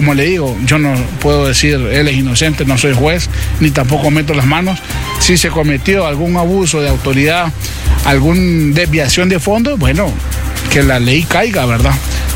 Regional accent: Honduras; Más que como hondureño

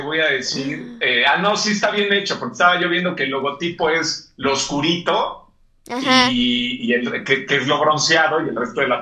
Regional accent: Cancún, Quintana Roo, Mexico; moved away; yo que crecí en Cancún

